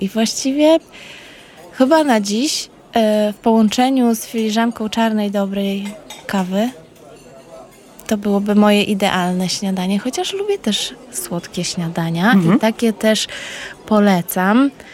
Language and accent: Polish; Warmian-Masurian Voivodeship, Poland; born there; Ja się urodziłam na Warmii.